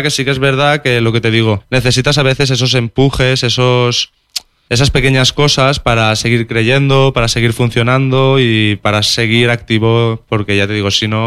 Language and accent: Spanish; Valencian Community, Spain; first language Valencian; Spanish is a second language; Sí, además es mi lengua materna. De hecho, bueno, estarás viendo que durante la entrevista el castellano no es mi lengua principal.